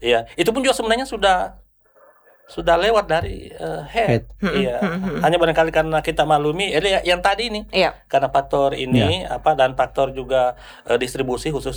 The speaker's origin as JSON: {"language": "Indonesian", "region": "Eastern Indonesia", "country": "Indonesia", "said": "kita kan orang Timur ini"}